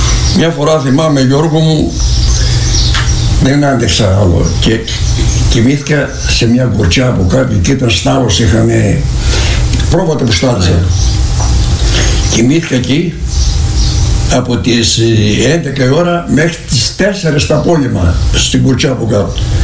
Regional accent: Vernikos, Greece; σου μένουν στη ζωή από το χωριό μου, το Βερνίκο, μέχρι να πάω στη Γλυκή στο Σκάνδαλο, με τα ποδάρια

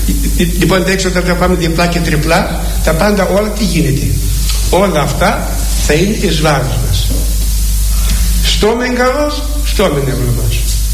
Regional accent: Greece

